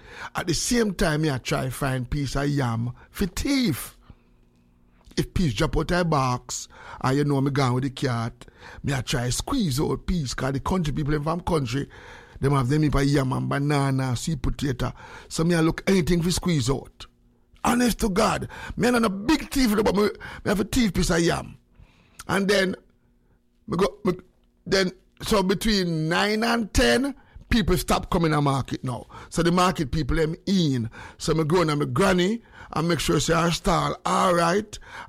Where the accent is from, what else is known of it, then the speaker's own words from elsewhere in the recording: Jamaica; now in United States; again, I'm from Jamaica, and me know about nobody. I never used to know about Sabbath in Jamaica. I never used to know about Sabbath. America, me could know about Sabbath.